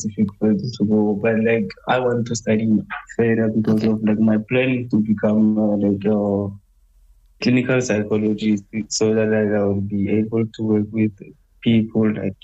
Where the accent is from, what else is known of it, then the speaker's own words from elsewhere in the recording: Limpopo, South Africa; moved away; I'm 29 years old. Grew up in Limpopo province.